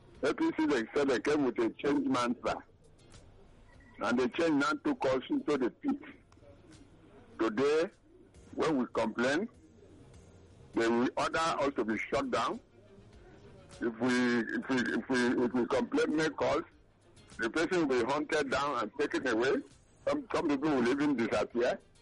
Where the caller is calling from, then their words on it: Lagos, Nigeria; As a Nigerian